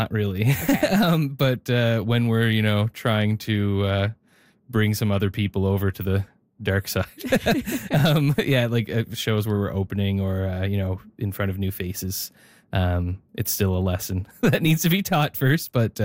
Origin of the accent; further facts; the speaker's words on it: Neils Harbour, Nova Scotia, Canada; As you said before, I'm from Cape Breton. I'm from a very rural small fishing village called Neal's Harbor in northern Cape Breton, kind of in the woods around the Cabot Trail area. It's very beautiful, very small.